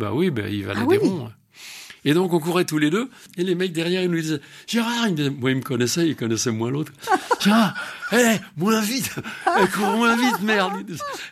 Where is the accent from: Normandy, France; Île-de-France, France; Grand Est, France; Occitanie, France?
Grand Est, France; Montmirail; also born or lived in Romilly-sur-Seine; Moi je viens de Montmirail dans la Marne, je suis né à Romilly-sur-Seine dans l'Aube. Après quand j'ai eu 6-7 ans, on est parti à Montmirail dans la Marne